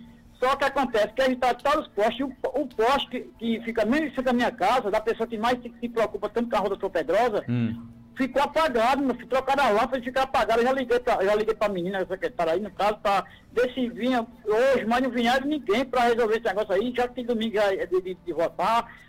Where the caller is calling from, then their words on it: Santa Rita, Paraíba, Brazil